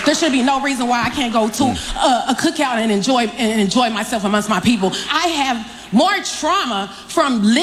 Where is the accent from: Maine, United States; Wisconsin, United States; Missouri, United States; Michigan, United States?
Wisconsin, United States; Eau Claire; I'm from South Eau Claire.